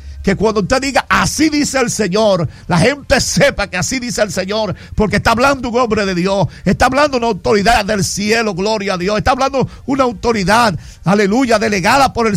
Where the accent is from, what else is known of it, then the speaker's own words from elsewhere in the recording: Dominican Republic; Yo siento un peso grande por mi país. ¿Cuánto aman esta República Dominicana?